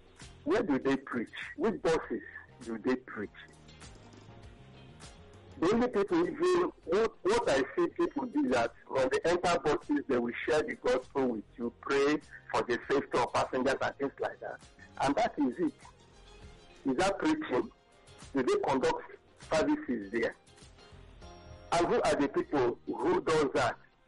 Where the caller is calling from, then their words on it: Canada; I'm calling from Canada.